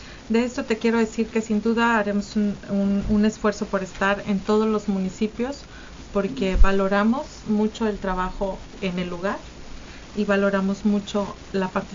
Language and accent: Spanish; Mexico; Esperemos que nos vaya muy bien como mexicanos